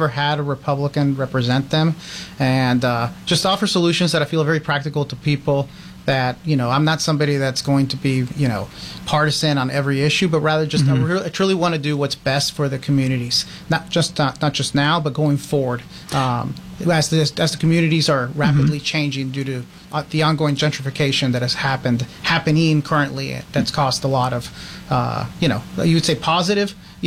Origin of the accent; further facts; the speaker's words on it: West Lafayette, Indiana, United States; also born or lived in Guatemala; so I was born in Guatemala. I uh-huh. came here when I was two, mm-hmm. in the late 70s, so I look a little younger than I really am. Mm-hmm. And I grew up in Indiana, actually.